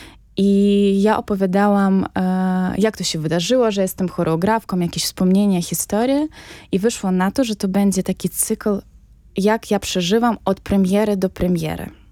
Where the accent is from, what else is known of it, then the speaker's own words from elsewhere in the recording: Ukraine; moved away; jestem z Ukrainy